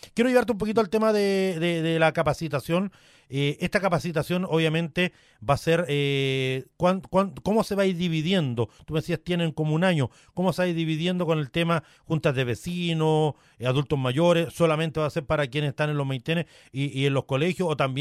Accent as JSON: {"language": "Spanish", "region": "Araucanía", "country": "Chile", "tie": "born or raised there", "said": "yo soy sureño y en el sur se estilaba mucho para el lado de Curacautín, Villarrica, para toda la zona de la Araucanía, de donde soy oriundo"}